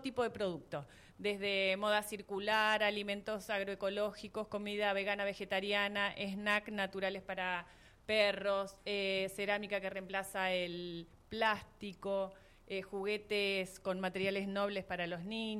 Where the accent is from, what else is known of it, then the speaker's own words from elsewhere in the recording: Cipolletti, Río Negro, Argentina; soy de acá de Cipolletti